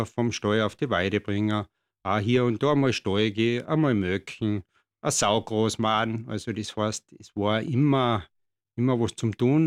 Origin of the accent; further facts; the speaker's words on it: St. Margrethen, St. Gallen, Switzerland; Ja, es war vielleicht so, dass es ja, wie ich Kind war, war ich bei uns in St. Margrethen auch noch fast jeder Bauer.